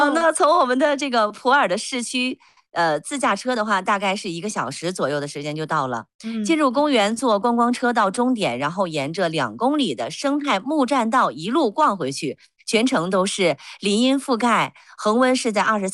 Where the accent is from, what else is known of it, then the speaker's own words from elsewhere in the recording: northern China, China; now in Pu'er, China; 因为我是北方人，那我的家人现在也在北方